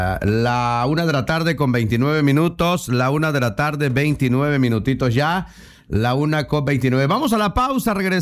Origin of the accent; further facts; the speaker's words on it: Pichucalco, Chiapas, Mexico; pues yo soy de Pichucalco, originario. Pichucalco, Chiapas